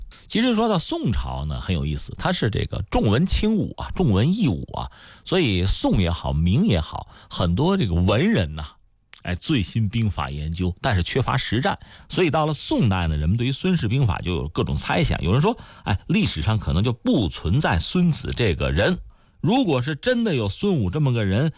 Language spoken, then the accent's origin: Chinese; China; 我们中国人